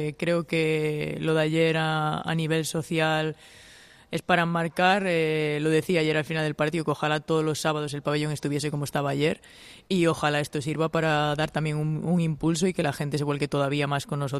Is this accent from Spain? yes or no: yes; Galicia, Spain; Sí, yo como gallega súper orgullosa de ello, de formar parte del balonmano gallego